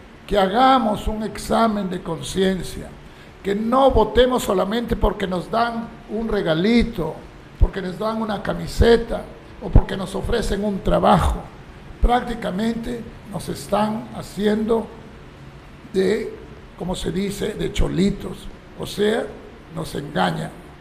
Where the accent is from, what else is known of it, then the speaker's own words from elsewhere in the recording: Peru; nuestro Perú